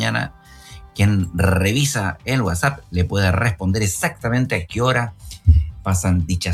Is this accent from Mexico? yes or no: no; Valdivia, Los Ríos, Chile; moved away; Saben que yo nací en Valdivia también, ¿no? Sí, pues mi niñez, mi juventud estuvo allí.